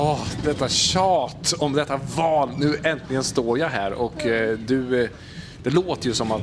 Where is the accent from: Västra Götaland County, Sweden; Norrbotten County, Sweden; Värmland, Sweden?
Värmland, Sweden; Munkfors; Jag kommer från Munkfors i Värmland och där röstar man.